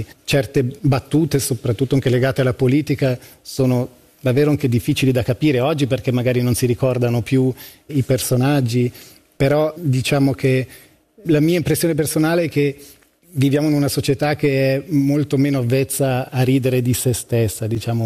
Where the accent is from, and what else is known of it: Italian-speaking Switzerland, Switzerland